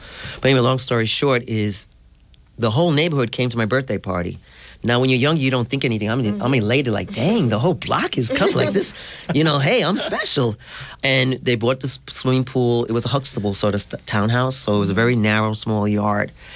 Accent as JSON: {"language": "English", "region": "New York", "country": "United States", "tie": "born or raised there", "also_born_or_lived": "Brooklyn, New York", "moved": "yes", "said": "Actually, I'm originally from Spanish Harlem, New York, Upper Manhattan, El Barrio."}